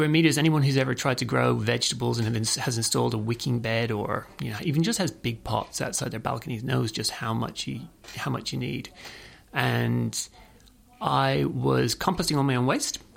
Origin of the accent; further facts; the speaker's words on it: west of Ireland, Ireland; Well, I grew up in the west of Ireland, which no one can tell from my accent.